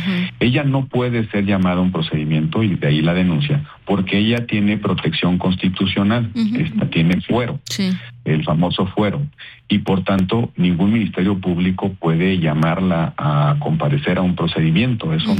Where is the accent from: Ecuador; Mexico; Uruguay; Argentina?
Mexico; Yo, como mexicano, te digo, ya no puedes esperar nada razonable de estas prácticas